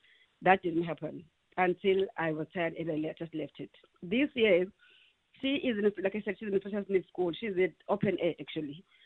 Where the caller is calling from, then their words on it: South West England, United Kingdom; I'm calling from Devon.